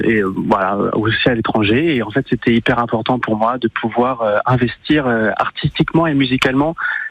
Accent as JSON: {"language": "French", "town": "Sant'Andrea-d'Orcino", "region": "Corsica", "country": "France", "tie": "born or raised there", "also_born_or_lived": "Paris", "moved": "yes", "said": "moi je suis originaire de Saint-André et j'ai fait toutes mes études de musique à Paris et sur le continent voilà aussi à l'étranger"}